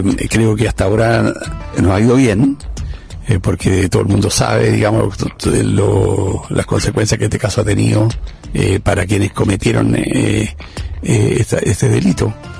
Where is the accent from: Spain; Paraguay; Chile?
Chile; tuve también la oportunidad de trabajar 10 años, digamos, fuera de Chile, en Brasil y luego en Europa. Pero claro, yo me siento muy chileno